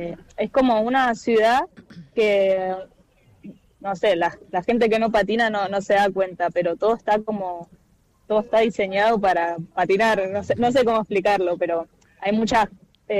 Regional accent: Trelew, Chubut, Argentina; moved away as an adult; also born or lived in Rawson / Comodoro Rivadavia / Puerto Madryn; now in Barcelona, Spain; yo soy de Trelew, nací allá, y siempre viví en el sur, en la Patagonia, desde los 18 que vivo sola, y he vivido en varias ciudades, en Ratil y Comodoro, Puerto Madryn. Siempre me anduve moviendo

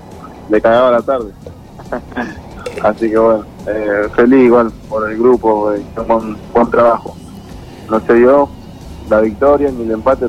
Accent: Viedma, Río Negro, Argentina; born there; Soy de Viedma

